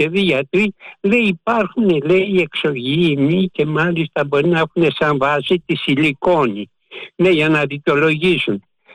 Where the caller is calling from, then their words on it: Kallithea, Attica, Greece; είμαι από Καλυθέα